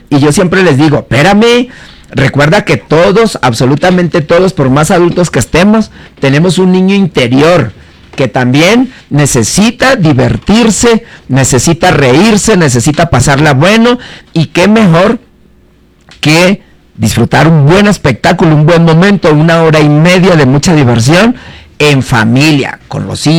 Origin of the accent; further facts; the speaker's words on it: Puerto Vallarta, Jalisco, Mexico; tu servidor, desde la bella ciudad de Puerto Vallarta, Jalisco, en la tierra de los aztecas de México.